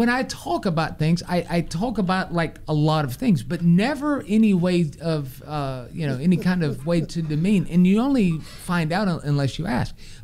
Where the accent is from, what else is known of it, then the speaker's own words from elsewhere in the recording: United States; born there; I love America. You know, I've only country I've ever lived